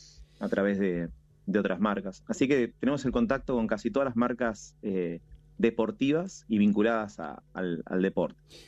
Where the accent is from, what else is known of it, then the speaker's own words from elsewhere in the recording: Coronel Suárez, Buenos Aires Province, Argentina; now in Buenos Aires, Argentina; yo no soy de acá de Buenos Aires, soy del interior, cerca de Sierra Ventana de Coronel Suárez. Entonces, venir a Capital, una ciudad mucho más grande, también era un panorama diferente para mí.